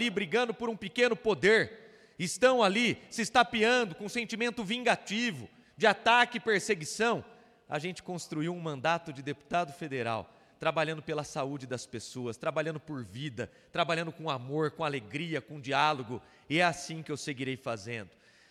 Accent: Jaú, São Paulo, Brazil; accent: caipira; moved away as an adult; now in Brasília, Brazil; Eu venho de uma pequena cidade no interior de São Paulo, sou nascido em Jaú, tenho a minha vida toda no interiorzão do estado, na terra roxa, com orgulho do nosso caipirês, porta, porteiro e portão. Digo que hoje sou o segundo jaúense deputado federal

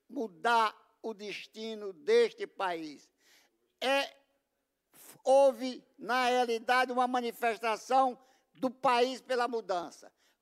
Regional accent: Northeast Region, Brazil; born there; e eu digo como nordestino, não gostaria de ter nascido em nenhuma outra região, estou plenamente satisfeito de ser nordestino

